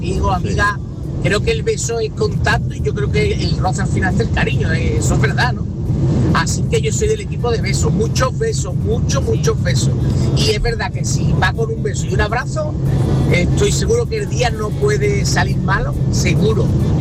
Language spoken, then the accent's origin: Spanish; Seville, Andalusia, Spain; de Sevilla. Ahora estoy en Córdoba de camino para Sevilla.